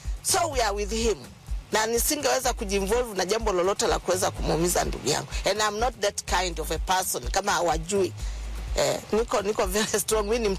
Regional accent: Songea, Ruvuma, Tanzania; now in Dar es Salaam, Tanzania; Mimi ni mchungaji, natoka Songea, sio mwanasiasa wala sio mwanaharakati yoyote. Nimekuja, niko hapa Dar es Salaam kwa ajili ya kuangalia kesi ya ndugu yangu inaendaje.

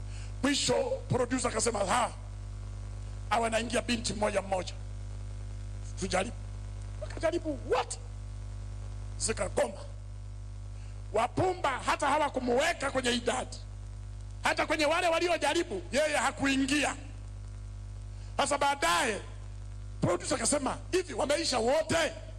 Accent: Mbeya, Tanzania; tukamwalika kule kwetu Rungwe.

